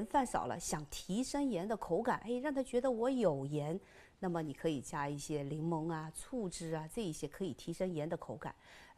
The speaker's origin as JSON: {"language": "Chinese", "region": "Hunan", "country": "China", "said": "火腿肠啊、腊肠啊、腊肉啊，这个都是我们湖南人的喜爱"}